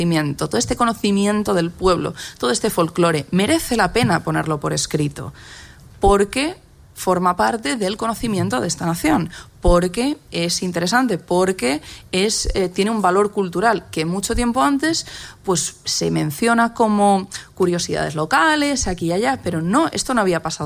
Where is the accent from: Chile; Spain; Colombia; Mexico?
Spain; Valencia, Valencian Community; born there; pero yo nací en Valencia y mi pueblo está en el norte de Burgos.